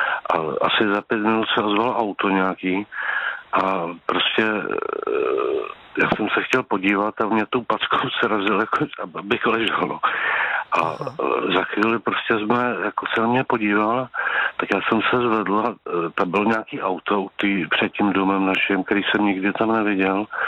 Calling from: Prague, Czechia

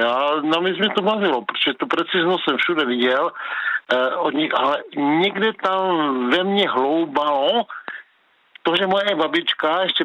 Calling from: Uherské Hradiště, Zlín Region, Czechia; já jsem z Uherského Hradiště.

